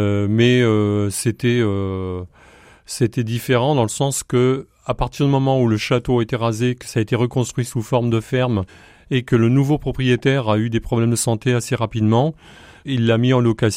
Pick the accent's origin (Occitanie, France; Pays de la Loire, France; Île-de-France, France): Pays de la Loire, France; Saint-Côme-en-Vairais; also born or lived in La Ferté-Bernard; mon pays natal, c'est Saint-Côme en Véret. Et je suis né à La Ferté-Bernard aussi en même temps, mais on est vraiment, toute ma famille, issue du Véret.